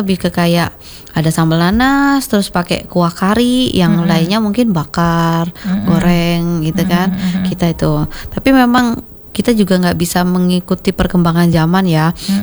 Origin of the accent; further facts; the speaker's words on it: Java, Indonesia; Waduh, saya ini orang Jawa gitu ya.